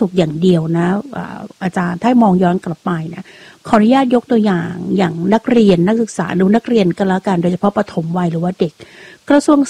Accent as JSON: {"language": "Thai", "region": "Isan", "country": "Thailand", "tie": "born or raised there", "said": "สมัยเป็นเด็กเนี่ยพี่เป็นคนต่างจังหวัดโน้เป็นคนอีสาน"}